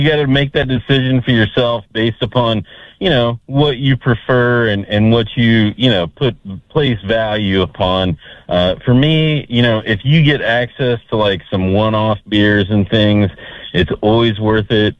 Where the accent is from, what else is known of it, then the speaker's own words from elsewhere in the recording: Parkersburg, West Virginia, United States; Parkersburg Brewing, you know, they're near and dear to my heart being in my hometown